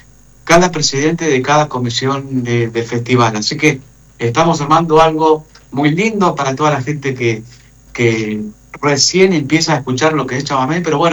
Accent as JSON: {"language": "Spanish", "town": "Álvarez", "region": "Santa Fe", "country": "Argentina", "said": "Queremos contarle a toda la audiencia que somos de Álvarez. Por ahí es un poco confuso el nombre, pero Álvarez, provincia de Santa Fe."}